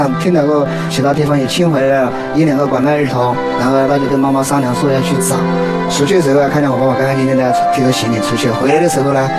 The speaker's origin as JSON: {"language": "Chinese", "region": "Guizhou", "country": "China", "said": "我来自贵州。"}